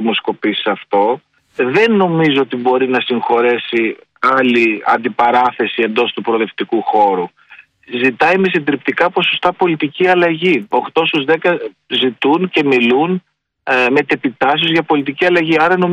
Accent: Agrinio, Western Greece, Greece; Εγώ γεννήθηκα στο Αγρίνιο.

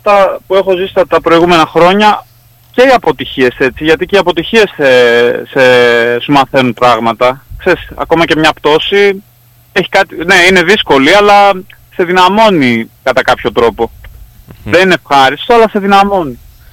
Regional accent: Thessaloniki, Central Macedonia, Greece; έχω φίλους εδώ πάρα αρκετούς, επειδή είμαι και από Θεσσαλονίκη

